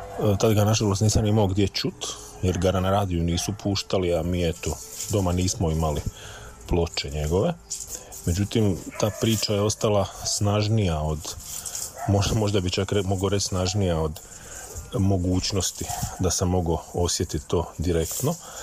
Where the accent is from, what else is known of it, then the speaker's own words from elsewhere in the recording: Dalmatia, Croatia; ja sam Dalmatinac rodom